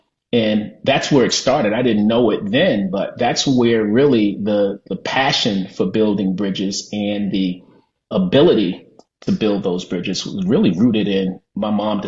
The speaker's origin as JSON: {"language": "English", "town": "Baltimore", "region": "Maryland", "country": "United States", "tie": "born or raised there", "said": "where we grew up in Baltimore, don't know how much you know about Baltimore"}